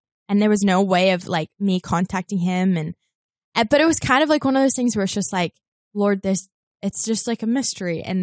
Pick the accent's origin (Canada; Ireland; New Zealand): New Zealand; moved away as an adult; now in Los Angeles, United States; several years ago, I just moved to LA. I grew up in New Zealand, moved to LA.